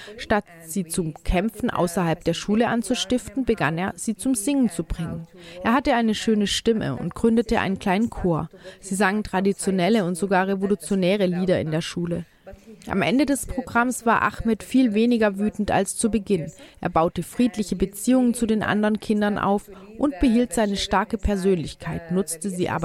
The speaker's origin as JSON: {"language": "German", "country": "Syria", "second_language": "German", "said": "Als Syrerin bin ich überall in Syrien gewesen"}